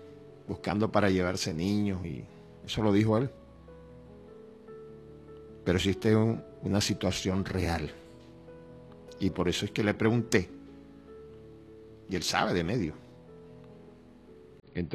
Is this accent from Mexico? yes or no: no; Venezuela; born there; en mi país, que es mi país, que es donde yo nací y donde nacimos todos los que habitamos en esta tierra. Aquí se necesita del concurso y de la participación de todos, porque todos somos venezolanos.